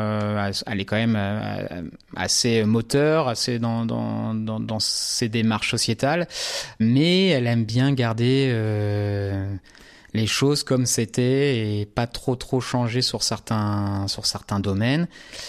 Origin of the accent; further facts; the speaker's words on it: France; nous, on est Français